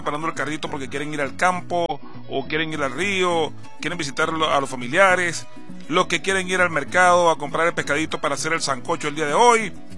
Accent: Venezuela; porque todos somos venezolanos

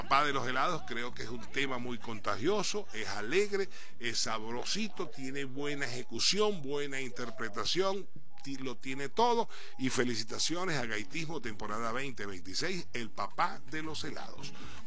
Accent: Maracaibo, Zulia, Venezuela; moved away as an adult; now in Ciudad Guayana, Venezuela; desde el 94 que yo me fui de Maracaibo. Sí, me fui de Maracaibo, de mi tierra dorada

